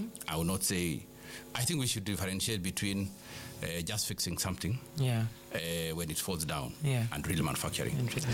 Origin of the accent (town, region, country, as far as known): Kenya